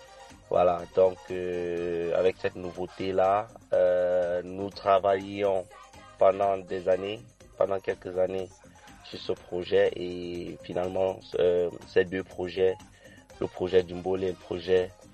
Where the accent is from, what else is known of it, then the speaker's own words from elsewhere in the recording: Cameroon; chez nous au Cameroun